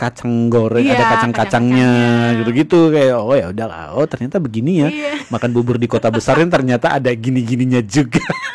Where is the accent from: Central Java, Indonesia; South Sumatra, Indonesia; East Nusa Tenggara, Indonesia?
East Nusa Tenggara, Indonesia; Flores; moved away; karena di daerah saya awal di Flores